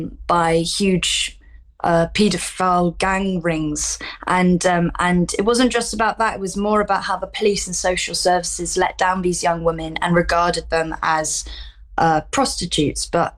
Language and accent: English; Nottingham, East Midlands, United Kingdom; So I grew up mostly in Nottingham. I'm a military kid, so I moved around a lot.